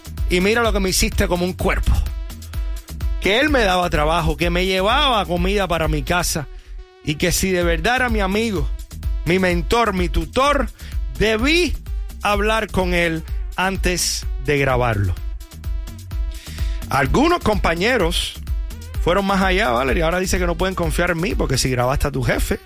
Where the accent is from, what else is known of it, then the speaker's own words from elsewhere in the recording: Cuba; now in Tampa, United States; en mi país, en Cuba